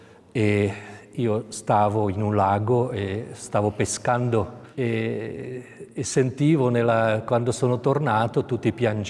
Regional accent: Czechia; Italian is a second language; moved away as an adult; Io sono nato in Cecoslovacchia, che era regime comunista socialista reale. Mi ricordo, avevo 8 anni, 68

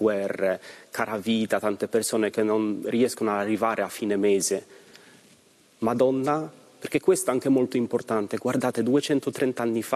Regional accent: Poland; Italian is a second language; moved away as an adult; now in Italy; in quanto polacco, ho una devozione mariana molto forte. Noi siamo cresciuti guardando grande esempio di Giovanni Paolo II. La mia parrocchia di origine è anche un santuario della Madonna di Fatima.

